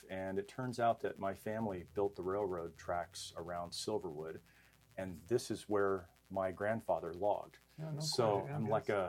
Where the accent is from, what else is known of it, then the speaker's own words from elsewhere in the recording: California, United States; moved away as an adult; now in Sandpoint, United States; I grew up in the Yosemite area in California, and it was an absolutely beautiful place to live.